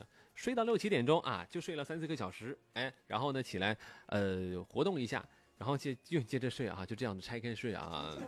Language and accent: Chinese; Pingxiang, Jiangxi, China; moved away; 出差的地方还是我老家哈，去萍乡哈